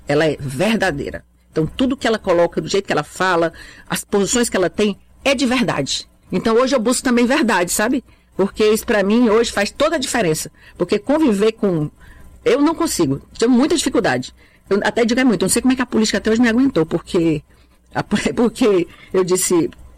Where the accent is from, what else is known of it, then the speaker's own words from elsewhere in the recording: Fortaleza, Ceará, Brazil; born there; eu nasci nos matos, né? Nasci na periferia de Fortaleza, no Mudubim, Mudubim ainda tinha vacaria. Então, assim, ali era a zona rural de Fortaleza. Então, assim, eu sou um pouco mato mesmo, sabe?